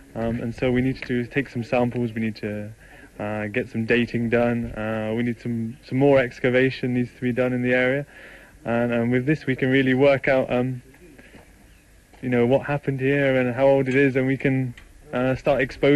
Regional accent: England, United Kingdom; I'm an archaeologist from England and I've come to have a look at Kotalingala.

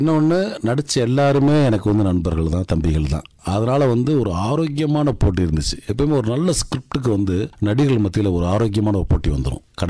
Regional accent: Madurai, Tamil Nadu, India; நம்ம வந்து சவுத்துலேருந்து வந்த ஆள், என்னோட சொந்த ஊர் வந்து மதுரை. வாழ்வியலாக ஒரு மிடில் கிளாஸ் ஃபேமிலி தான்

